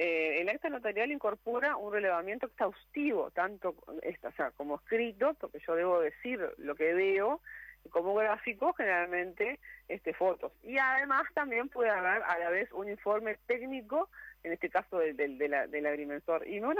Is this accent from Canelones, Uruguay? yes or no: no; Montevideo, Uruguay; born there; also born or lived in Tranqueras; yo soy nacida en Montevideo, uh-huh. Pero una época de mi adolescencia, yo no sé si te conté, Fabricio, yo vivía acá en Tranqueras, viví unos años en Tranqueras.